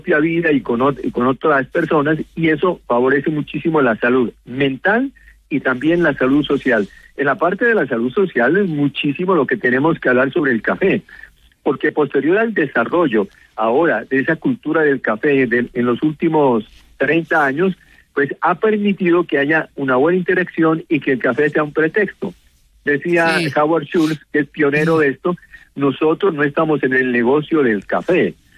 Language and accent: Spanish; Colombia